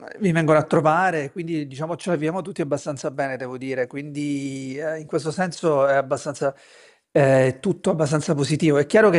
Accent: Milazzo, Sicily, Italy; moved away as an adult; also born or lived in Palermo / Rome; now in Berlin, Germany; io sono nato e cresciuto in Sicilia, appunto, poi mi sono formato tra l'Università di Palermo e la Sapienza a Roma e al fine dei miei studi ho vinto una borsa di studio per andare in Germania

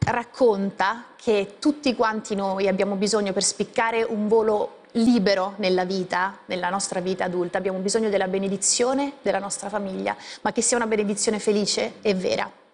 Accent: Conegliano, Veneto, Italy; moved away; io conosco bene la mia terra, che è il Veneto

